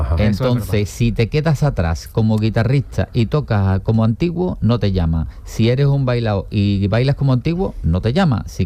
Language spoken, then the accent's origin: Spanish; El Puerto de Santa María, Andalusia, Spain; Era un enamorado de su trabajo y un enamorado del puerto de Santa María, porque de ahí toda la familia somos gaditanos.